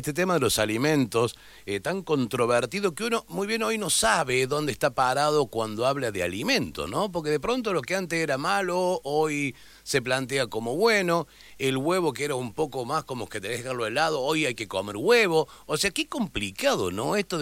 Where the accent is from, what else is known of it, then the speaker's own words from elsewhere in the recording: Santa Fe, Argentina; Claro, acá estamos en la Pampa Gringa, como vos también sos de la Pampa Gringa, en definitiva